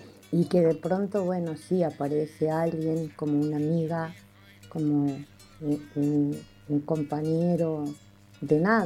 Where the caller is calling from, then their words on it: Santa Clara, Argentina; de Santa Clara.